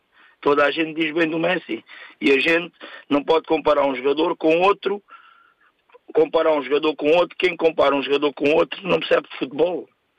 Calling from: Montijo, Setúbal, Portugal; Daqui fala … do Montijo.

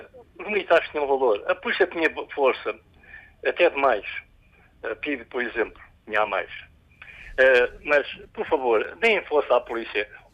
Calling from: Portugal; Não sou russo, sou português.

